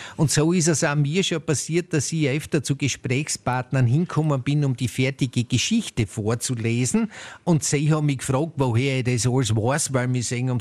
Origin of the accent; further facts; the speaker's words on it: Heimschuh, Styria, Austria; Ich komme aus Heimschuh